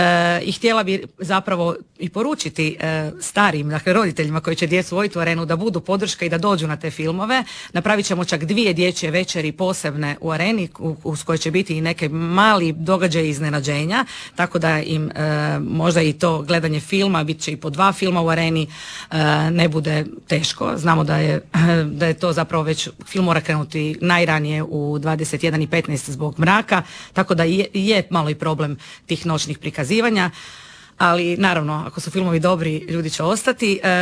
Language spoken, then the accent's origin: Croatian; Pula, Istria County, Croatia; Ja sam odrasla u Puli, uz pulski vatromet